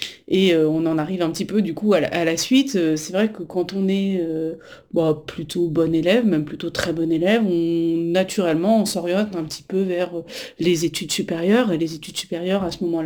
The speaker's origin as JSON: {"language": "French", "town": "Paris", "region": "Île-de-France", "country": "France", "tie": "born there", "said": "je suis née en 1990, à Paris."}